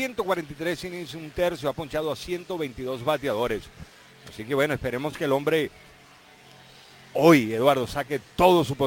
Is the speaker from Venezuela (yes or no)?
yes; Venezuela; moved away; yo vengo de Venezuela, que estoy bien lejos.